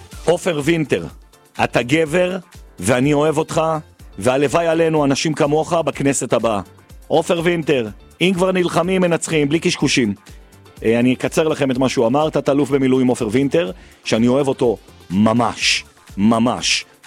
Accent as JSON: {"language": "Hebrew", "town": "Jerusalem", "region": "Jerusalem District", "country": "Israel", "said": "כולנו פה ירושלמים, אגב, למי שלא מבין במה מדובר, אבל אנחנו ירושלמים"}